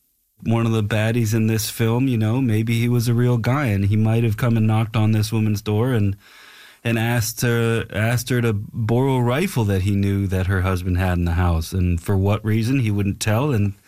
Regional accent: Nova Scotia, Canada; moved away as an adult; also born or lived in Halifax; now in Los Angeles, United States; I always knew, I moved from Nova Scotia to Los Angeles to go to the American Film Institute.

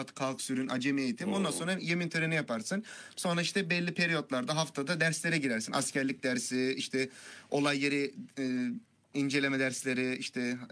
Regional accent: Izmir, İzmir, Turkey; also born or lived in Amasya; İzmir'de büyümem oluyor, öyle diyelim. Güzel. Hatta doğduğun yer değil, doyduğun yer diye bir laf vardır. Öyle hayata başladık. Bundan sonra nasıl diyeyim, ilkokulum, ortaokul, lise her şeyim orada İzmir'de.

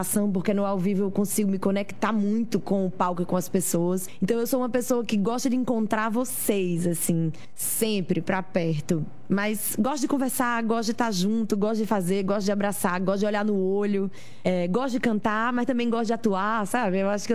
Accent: Natal, Rio Grande do Norte, Brazil; moved away as an adult; now in Southeast Brazil; eu sou do Rio Grande do Norte, mais especificamente de Natal. Saí de Natal há alguns anos para morar no Sudeste

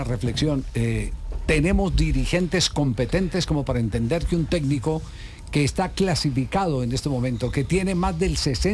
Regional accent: Colombia; Mujer, no, yo soy colombiana, claro.

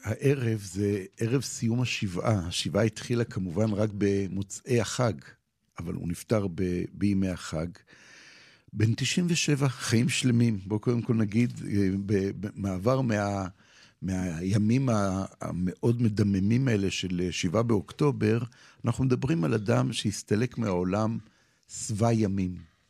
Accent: Ramat Gan, Tel Aviv District, Israel; גדלתי בשכונה ברמת גן, שכונה סגורה מאוד, כאילו סגורה אינטימית, של הייתי אומר 80% ישראלים חילונים ועוד 20% דתיים

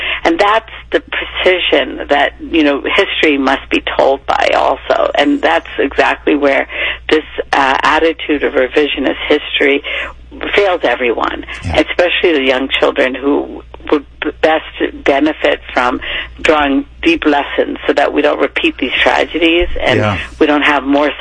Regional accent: Morgantown, West Virginia, United States; moved away; I was in Morgantown, West Virginia on book leave, my hometown

